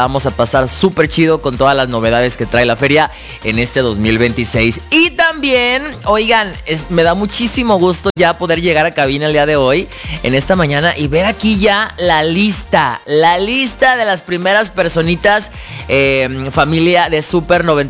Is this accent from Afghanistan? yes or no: no; Mexico; sobre todo como mexicanos celebrando esa tradición tan bonita de recordar a nuestros familiares.